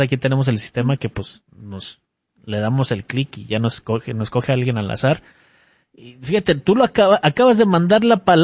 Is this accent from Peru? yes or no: no; Monterrey, Nuevo León, Mexico; Porque soy de Monterrey.